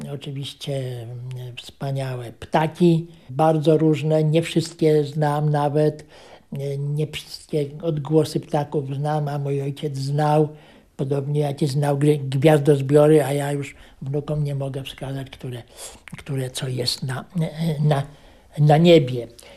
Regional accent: Lipsko, Masovian Voivodeship, Poland; born there; Oczywiście nie urodziłem się w Chwałowicach, urodziłem się pod miejscowością Lipsko nad Wisłą.

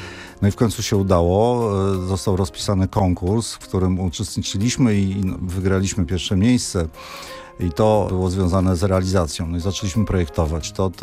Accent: Warsaw, Masovian Voivodeship, Poland; born there; no urodziłem się w Warszawie i tą Warszawę pamiętam. Urodziłem się na Muranowie, tak?

